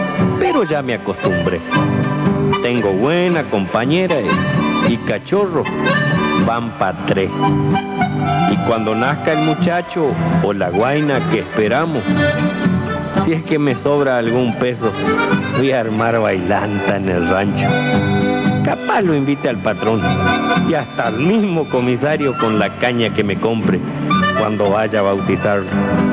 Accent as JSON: {"language": "Spanish", "region": "Corrientes", "country": "Argentina", "said": "soy correntino"}